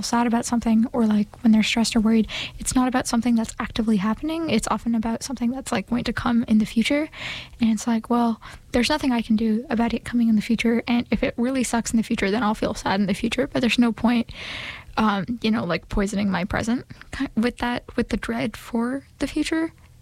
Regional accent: California, United States; I'm also from California

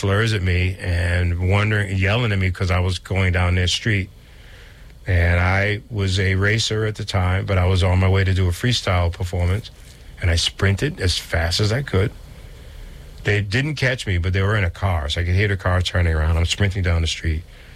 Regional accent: Roxbury, Massachusetts, United States; I was bus from Roxbury out to Lexington.

